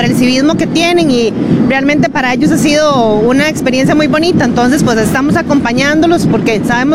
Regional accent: Alajuela, Costa Rica; Nosotros somos de Alajuela.

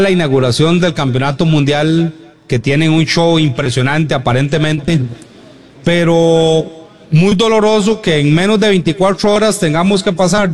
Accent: Costa Rica; ojalá que la selección y uno como costarricense se ilusiona en este tipo de procesos.

